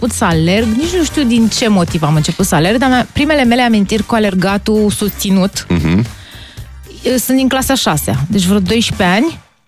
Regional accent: Zărnești, Brașov County, Romania; la mine în Zărnești, când eram copil

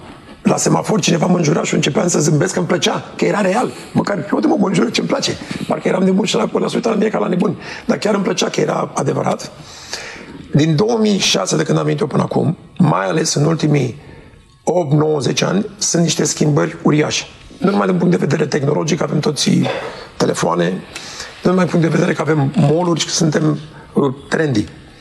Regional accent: Romania; ceea ce suntem noi ca români.

